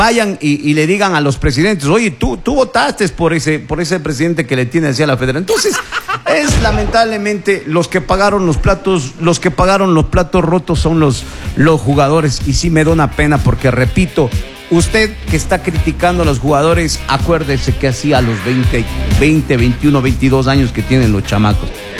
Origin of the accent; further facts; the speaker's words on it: Ecuador; Soy ecuatoriano.